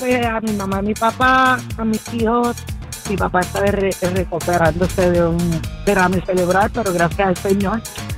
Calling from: Tampa, Florida, United States; Soy de Tampa, Florida.

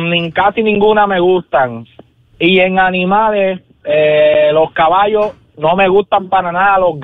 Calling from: Corozal, Puerto Rico; Yo debería ni decir que soy de Corozal, adelante, porque parezco un guaynabito

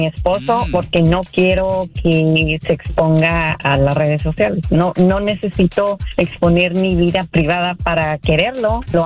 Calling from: Anaheim, California, United States; Yo te llamo de Anaheim, California, y … tengo 36 años de casada

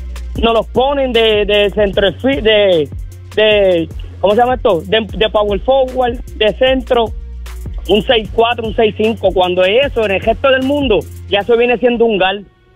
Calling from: Puerto Rico

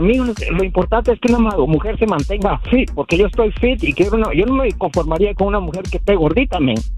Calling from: Compton, California, United States; hablo de Campton.

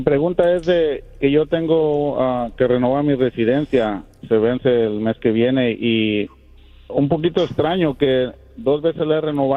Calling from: New York, United States; la he renovado en Nueva York, porque yo vivo en Staten Island.

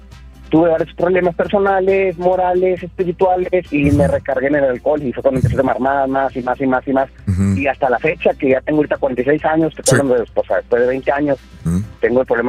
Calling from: Río Bravo, Tamaulipas, Mexico; Oye, soy aquí de Río Bravo, Tamaulipas, vecino de Matamoros.

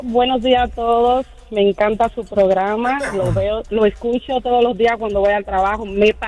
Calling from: Dominican Republic; yo soy dominicana, mi esposo es colombiano

